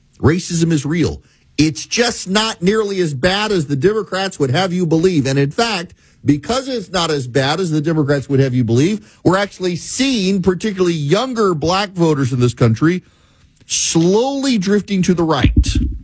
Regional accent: Dubai, United Arab Emirates; so I grew up in Dubai. I didn't grow up in the country. When I was five, we moved overseas

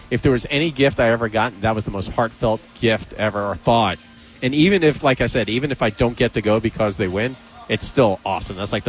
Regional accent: New York, United States; accent: New York; I did not switch to my New York

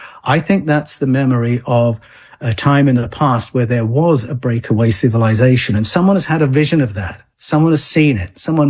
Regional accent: United Kingdom; So, I mean, I grew up in Britain, and Great Britain had the experience of invading other people's countries

